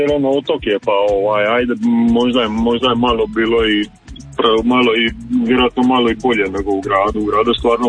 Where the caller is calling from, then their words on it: Zadar, Zadar County, Croatia; Lipi pozdrav iz Zadra.